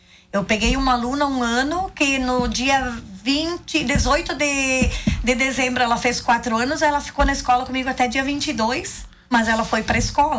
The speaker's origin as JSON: {"language": "Portuguese", "town": "Ipumirim", "region": "Santa Catarina", "country": "Brazil", "tie": "born or raised there", "said": "eu nasci e me criei em Ipumirim."}